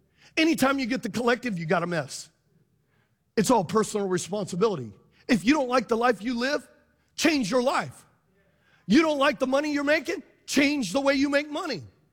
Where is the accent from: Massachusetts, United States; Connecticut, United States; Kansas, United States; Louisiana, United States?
Louisiana, United States; I'm from Louisiana. We're 52 on 50 states on education, y'all.